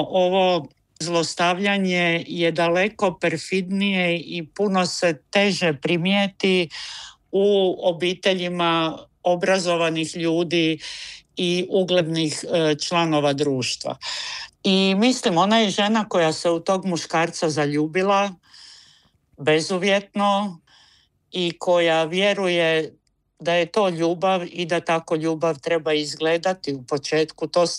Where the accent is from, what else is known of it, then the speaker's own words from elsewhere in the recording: Croatia; kod nas u Hrvatskoj